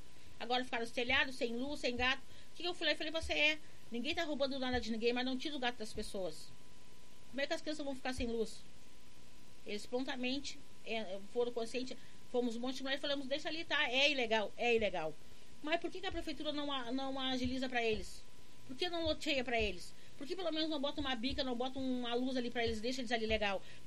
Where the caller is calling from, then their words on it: Brazil; Eu moro na Vila Brasil, eu não tô no bairro